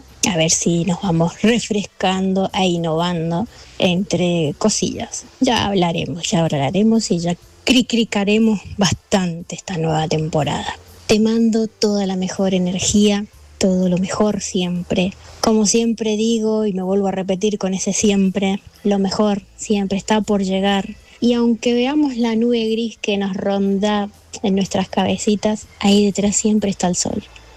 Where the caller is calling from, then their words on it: Seville, Andalusia, Spain; de Sevilla.